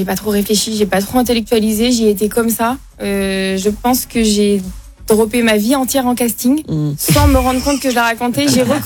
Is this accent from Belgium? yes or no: yes; Belgium; Ah bah, attends, je suis belge quand même.